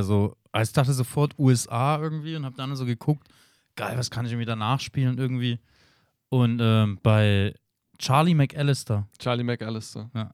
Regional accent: Stuttgart, Baden-Württemberg, Germany; irgendwie halt viel aus Leipzig und wo ich herkomme, aus Stuttgart, habe aber auch ein Sampler dabei.

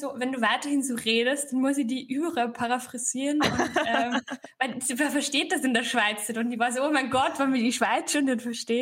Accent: Austria; accent: Austrian dialect; now in Berlin, Germany; Ich war so lange jetzt in Österreich, dass ich es einfach echt vergessen habe, so wie stark mein Dialekt sein kann.

